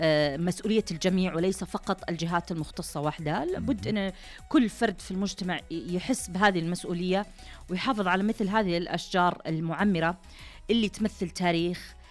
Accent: Saudi Arabia; وفي مملكتنا العربية السعودية

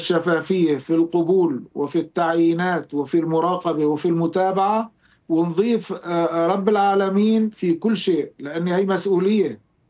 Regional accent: Syria; في الأستاذ نزار وتي بحلب، في عندنا بالشام سيادة العقيد تاج

